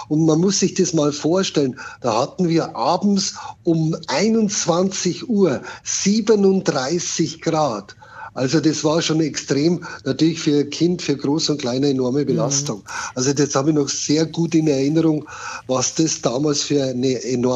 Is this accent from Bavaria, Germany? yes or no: yes; Regensburg, Bavaria, Germany; Ich komme ja, wie gesagt, aus Regensburg, kann meiner Vorrednerin nur zustimmen.